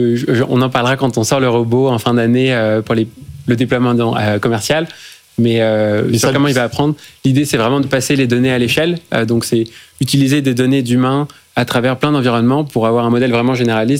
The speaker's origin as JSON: {"language": "French", "country": "France", "said": "Je suis français. J'ai rencontré mon cofondateur en thèse sur la côte Est."}